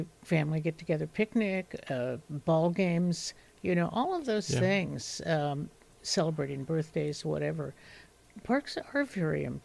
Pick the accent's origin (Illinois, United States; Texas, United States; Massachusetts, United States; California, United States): California, United States; East Bay; growing up in the Indian community